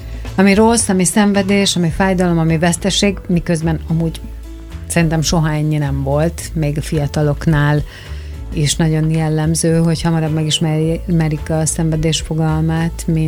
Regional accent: Budapest, Hungary; born there; valamelyest én is onnan származom, uh-huh. vagy hát a nagyszüleim, mert én már Budapesten születtem

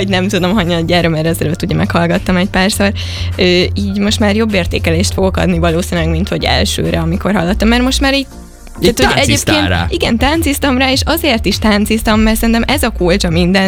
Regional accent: Hungary; born there; itt születtem, ez a hazám, itt vannak a barátaim, meg minden

